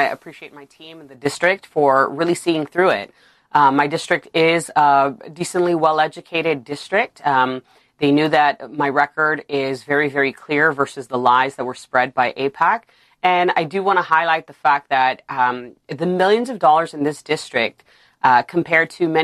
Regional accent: New York, United States; I'm an American through and through, born in New York, raised by Uncle Sam in the foster care system. And as an Afghan American, someone who is proud of my culture and heritage

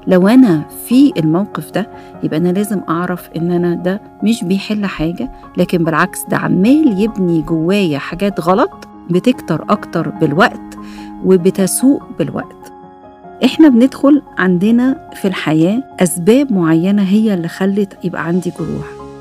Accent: Egypt; عندنا في مصر هنا

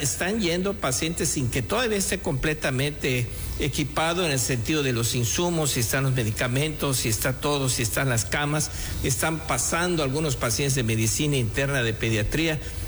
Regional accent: Mexico; así somos como mexicanos.

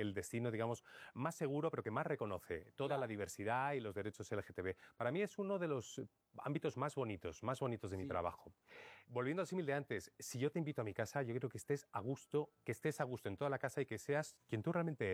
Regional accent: Madrid, Community of Madrid, Spain; a mí me hace mucha gracia como madrileño, porque yo he visto cómo la fiesta del orgullo se ha convertido de ser una cosita así pequeñita a es la auténtica fiesta mayor alternativa no oficial de Madrid.

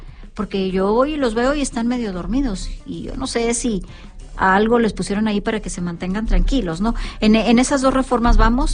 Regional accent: Monterrey, Nuevo León, Mexico; Yo nací, crecí y vivo en Monterrey y soy más regia que la carne asada, quizás.

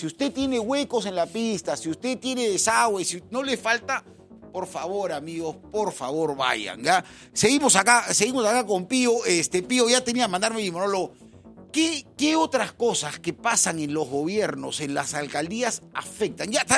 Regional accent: Peru; es nuestro deber como peruanos

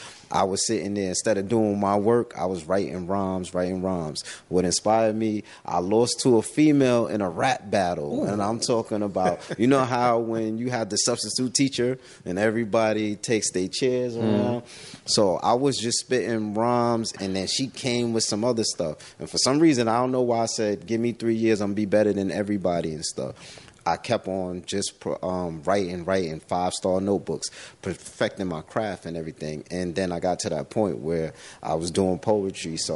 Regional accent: New York City, New York, United States; I come from August Martin. You ever heard of the school August Martin in Queens?

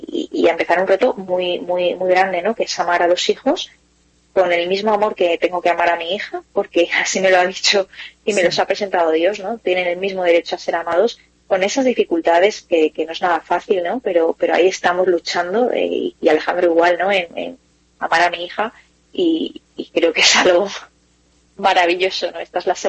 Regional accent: Valencia, Valencian Community, Spain; yo soy de Valencia, y me fui a Madrid a una cosa que tenemos de católicos

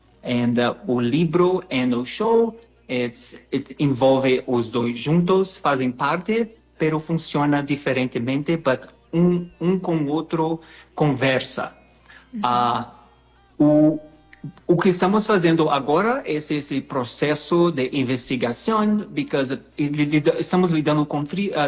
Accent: Brazil; Spanish is a second language; Soy brasileño. Yo crecí asistiendo a telenovelas. Telenovelas brasileñas, telenovelas mexicanas.

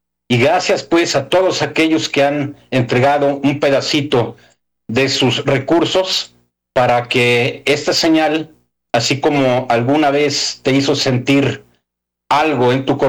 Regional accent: Mexico; desde tantos lugares del mundo, muchos somos de México, otros de otros países

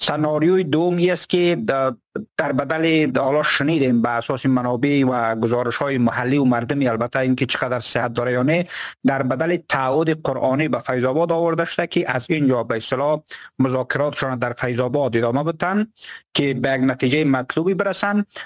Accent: Badakhshan, Afghanistan; اما ما که از بدخشان هستم و به اصطلاح با مردم در تماس هستم

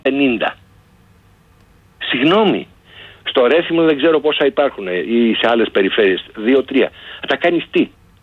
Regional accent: Western Greece, Greece; ένα νοσοκομείο στο Αγρίνιο, ένα στο Μεσολόγγι, που είναι διαφορά, λέω για την πατρίδα μου

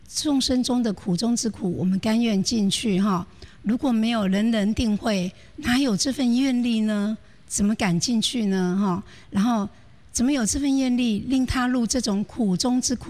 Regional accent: Taiwan; 所以上人很期待我们台湾永远都是一个充分的福田。

